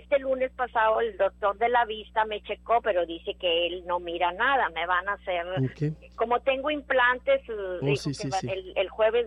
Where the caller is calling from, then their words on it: Edinburgh, Scotland, United Kingdom; de Edinburgh.